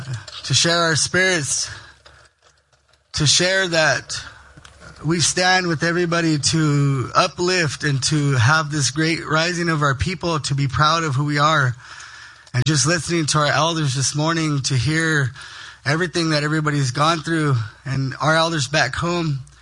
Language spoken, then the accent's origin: English; Temecula, California, United States; We're from Southern California. We come from the Payam Kuwichum Nation in Temecula and to the ocean from there. And we come from Echva Temeku.